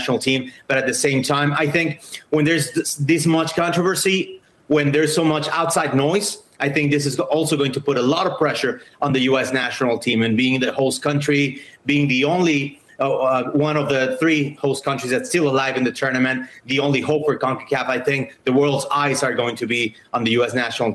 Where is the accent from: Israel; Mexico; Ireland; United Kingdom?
Mexico; Mexico City; now in Los Angeles, United States; I was born and raised in Mexico City, living in L.A. now